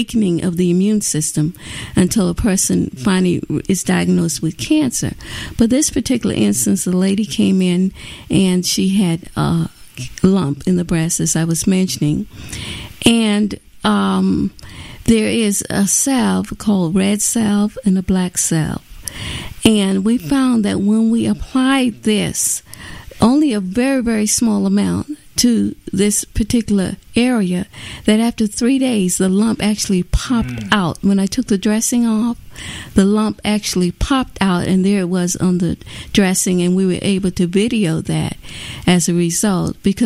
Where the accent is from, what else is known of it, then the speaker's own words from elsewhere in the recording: Florida, United States; now in Boston, United States; We're from Florida, and so we moved during the winter. This was December, into Boston area, and so the weather was cold